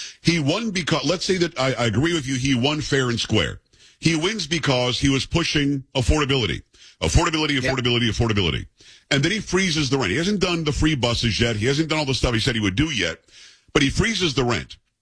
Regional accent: New York, United States; moved away; I'm from Metro New York originally.

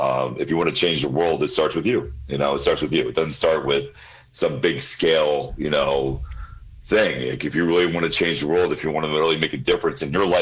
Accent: Pennsylvania, United States; Yeah, Pennsylvania. You can say Pennsylvania. I grew up in Pennsylvania, yes.

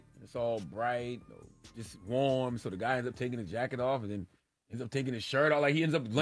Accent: Atlanta, Georgia, United States; I'm from Atlanta.

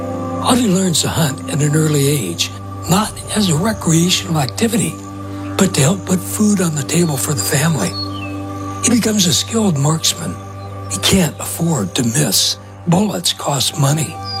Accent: Texas, United States; I am one Texan boy who never had a pair of cowboy boots. I am one native-born and native-bred American male

